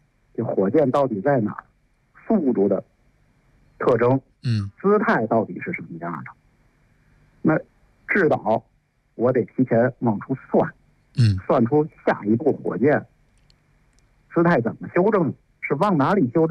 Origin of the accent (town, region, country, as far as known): China